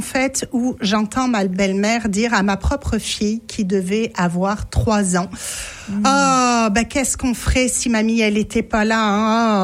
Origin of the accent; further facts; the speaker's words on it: France; Moi, en tant que Française, j'ai baigné dans la culture militaire avec les guerres.